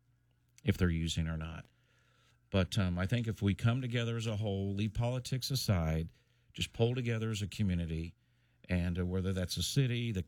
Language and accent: English; Indiana, United States; moved away as an adult; You know, I moved here from Indiana to be a part of this work